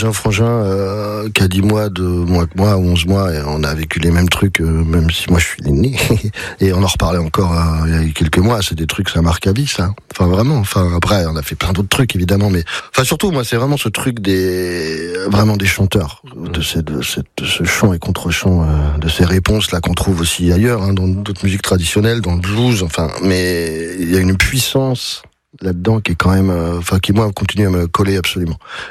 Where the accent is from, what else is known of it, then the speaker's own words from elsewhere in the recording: Brittany, France; also born or lived in Paris; comme je viens du Centre-Bretagne, mon père était talabardeur